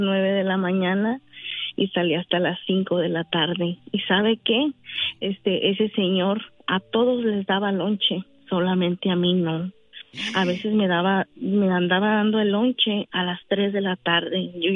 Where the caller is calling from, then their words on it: Sacramento, California, United States; aquí donde vivo en Sacramento